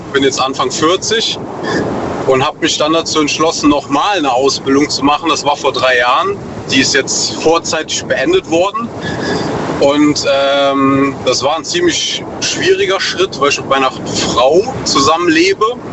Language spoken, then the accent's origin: German; North Rhine-Westphalia, Germany; Aus der Eifel, NRW.